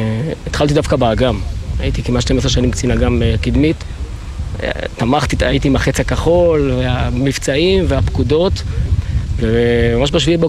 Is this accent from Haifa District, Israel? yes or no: no; Northern District, Israel; החטיבה כמובן של רמת הגולן, שם גדלנו, שם תמיד היינו